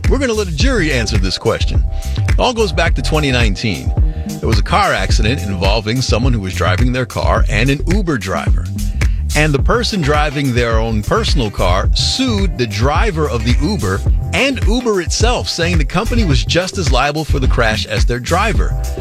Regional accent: New York City, New York, United States; want to keep tabs on what's happening in my hometown in New York City.

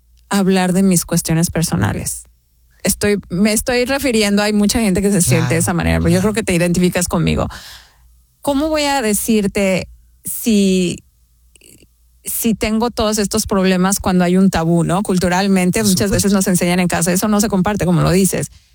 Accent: Mexico; now in Massachusetts, United States; Yo siendo mexicana, recuerdo el haber ido a mis doctores, el ginecólogo.

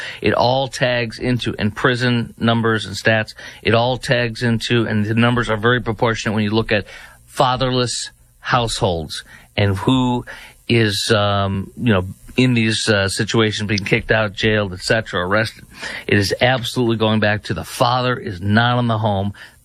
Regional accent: Texas, United States; I'm a Texan. I live in Dallas-Fort Worth.

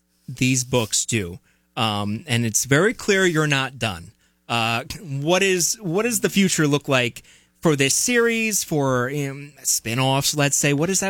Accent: Long Island, New York, United States; I'm from Long Island, a small place

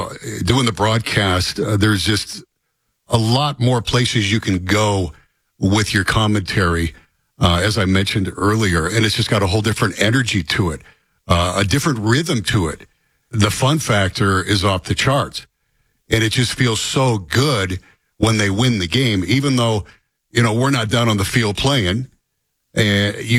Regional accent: Rust Belt, United States; And I grew up in the Rust Belt, blue-collar mentality.

